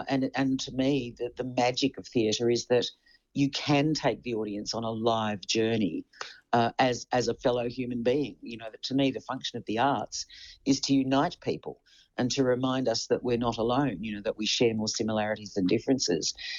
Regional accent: Melbourne, Victoria, Australia; born there; now in Queensland, Australia; It's my home now, and even though I was born in Melbourne.

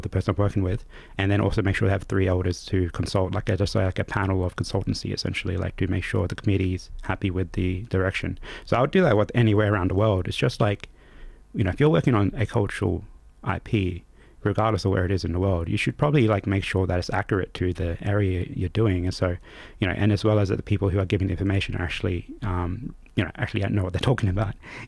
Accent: Northern Territory, Australia; I'm from Central Australia, so every time I worked down in Adelaide, right, like, you know, I was a guest.

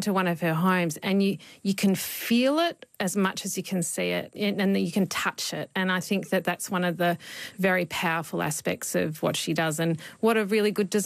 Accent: Stawell, Victoria, Australia; Yeah, I was born in Stawell, which is just near the Grampians. My parents were just on a small property there.

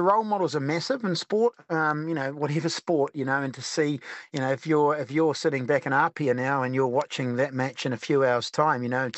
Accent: New Zealand; I'm working for OFC, so I've got to support and I'm a Kiwi

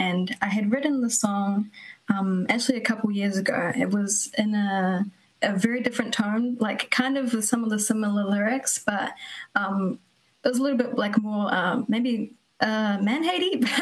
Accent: New Zealand; growing up in New Zealand and being a young female, Kate Shepherd was the woman's advocate that got the woman's right to vote in New Zealand

